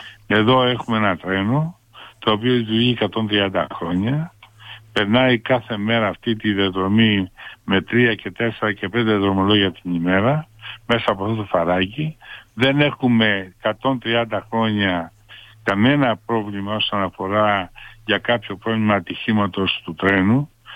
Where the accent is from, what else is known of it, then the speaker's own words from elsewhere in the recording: Kalavryta, West Greece, Greece; εμείς εδώ που μεγαλώσαμε στα Καλάβρητα